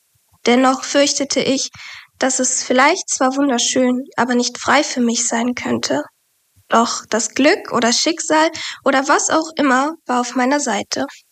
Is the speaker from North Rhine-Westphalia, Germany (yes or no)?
yes; Essen, North Rhine-Westphalia, Germany; born there; ich bin 20 Jahre alt. Ich komme gebürtig aus Essen und studiere in Bochum, Literaturwissenschaft und Medienwissenschaft.